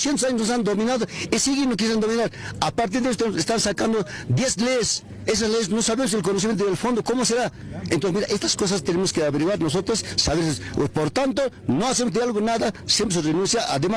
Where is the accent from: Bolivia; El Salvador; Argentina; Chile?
Bolivia